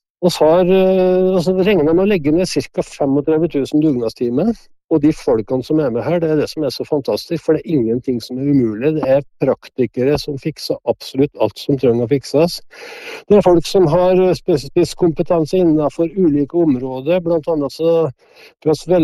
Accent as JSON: {"language": "Norwegian", "region": "Innlandet", "country": "Norway", "tie": "born or raised there", "said": "at det I heimkommunen min, og jeg synes at dette arrangementet her utrolig viktig for både Lesjabygde, for Dovrebygde og for hele regionen."}